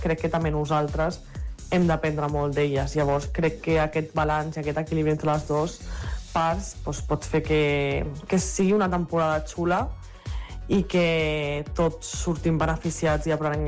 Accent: Badalona, Catalonia, Spain; also born or lived in Montgat; tot i que jo sigui de Montgat. Tota la meva vida està a Badalona, és a dir, jo al col·le, als meus amics, on vaig jugar a bàsquet és aquí a Badalona. Llavors jo sento com que sóc de Badalona, és en part la meva ciutat

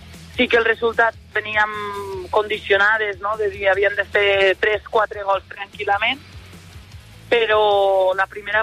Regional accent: Catalonia, Spain

